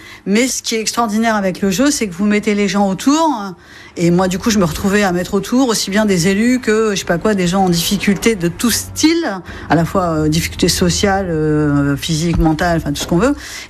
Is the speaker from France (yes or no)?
yes; Hauts-de-France, France; moved away as an adult; now in La Lucerne-d'Outremer, France; Je viens de la Picardie.